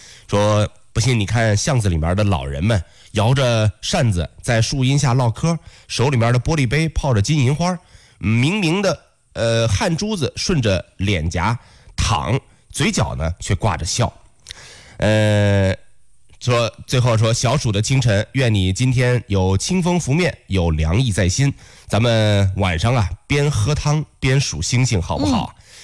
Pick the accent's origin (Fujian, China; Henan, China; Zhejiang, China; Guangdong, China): Henan, China